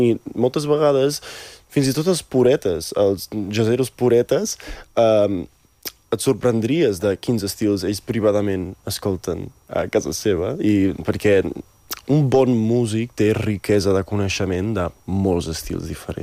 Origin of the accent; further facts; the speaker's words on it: Netherlands; moved away; jo sóc mig holandès i de petit vaig créixer a Holanda